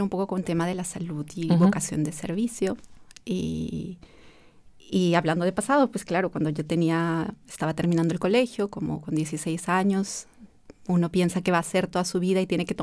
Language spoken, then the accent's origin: Spanish; Cusco, Peru; moved away as an adult; now in Vienna, Austria; Yo soy de Perú, nací en Cusco, una ciudad en las montañas de Perú. Me crié allá, estudié también la universidad en Cusco, en Perú. Y luego, cuando terminé la universidad, vine a Viena